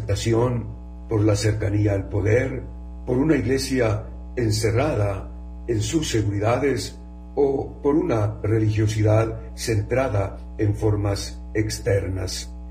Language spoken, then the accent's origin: Spanish; Guatemala